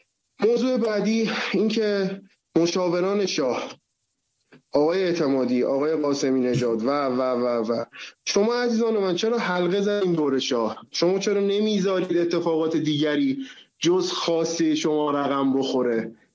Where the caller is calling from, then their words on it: Tehran, Tehran Province, Iran; از تهران هستم